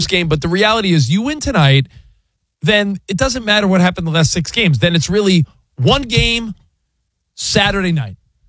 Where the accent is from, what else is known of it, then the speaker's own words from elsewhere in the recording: East Coast, United States; We're from the East Coast.